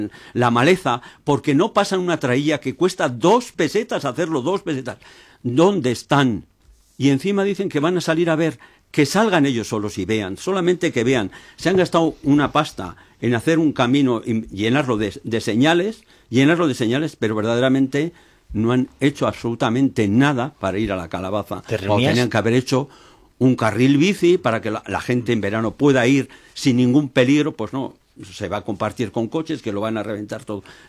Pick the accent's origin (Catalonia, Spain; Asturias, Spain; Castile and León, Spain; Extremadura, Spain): Castile and León, Spain; Aranda de Duero; Qué pena de mi pueblo. Me da una pena ver todas las rotondas, todas, no hay ni una bien. Una que digas, entro en mi pueblo, entro